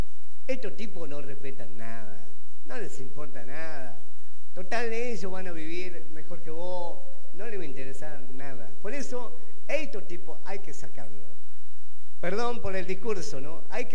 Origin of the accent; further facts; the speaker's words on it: Argentina; yo soy argentino, soy patriota y defiendo mi país